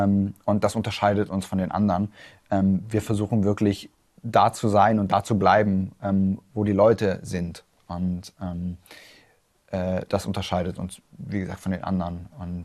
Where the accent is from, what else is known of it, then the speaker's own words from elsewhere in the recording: Saxony-Anhalt, Germany; ich bin im Dorf aufgewachsen, was nach wie vor von der Braunkohle bedroht ist, was immer noch als Bedarfsfläche für den Abbau vorgesehen ist.